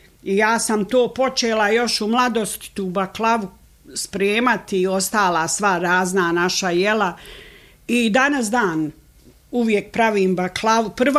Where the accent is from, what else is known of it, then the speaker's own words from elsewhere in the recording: Vogošća, Federation of Bosnia and Herzegovina, Bosnia & Herzegovina; Onda sam se, kad sam se udala, ja sam inače i rodom iz Vogošće, a u Vogošći ovdje sam se i udata.